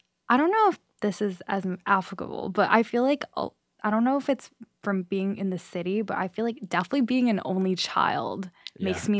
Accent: New York City, New York, United States; I'm from Queens.

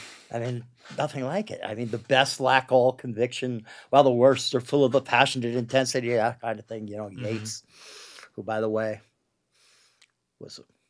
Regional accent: New Jersey, United States; I grew up in New Jersey.

